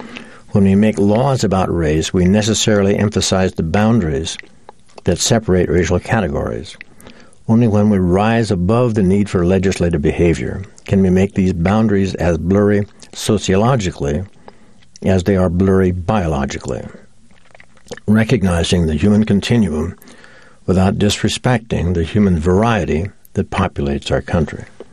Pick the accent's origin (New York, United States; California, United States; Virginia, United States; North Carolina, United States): California, United States; Growing up in California, both Pat and I had felt the vibrations of many small earthquakes